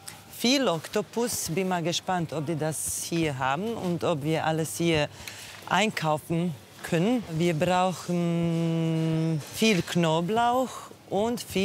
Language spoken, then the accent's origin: German; Dubrovnik, Dubrovnik-Neretva County, Croatia; German is a second language; now in Germany; Ich komme aus Kroatien, ich bin in Dubrovnik geboren.